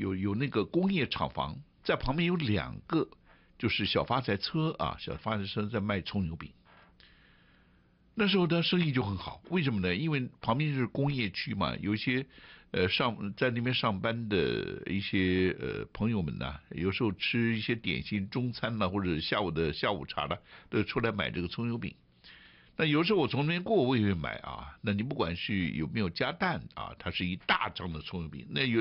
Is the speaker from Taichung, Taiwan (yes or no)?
no; Taipei, Taiwan; born there